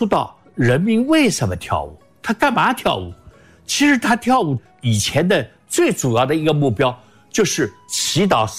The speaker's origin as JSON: {"language": "Chinese", "region": "Beijing", "country": "China", "tie": "born or raised there", "also_born_or_lived": "Shanghai", "said": "我出生在上海，是吧？成长在北京，大城市的生活我很熟悉"}